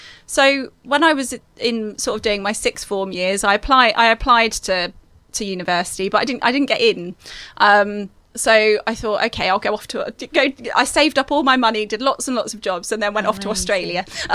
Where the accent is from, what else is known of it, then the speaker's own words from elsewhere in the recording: Diss, East of England, United Kingdom; So I grew up in Diss, which is sort of in the south of Norfolk, right near the train station.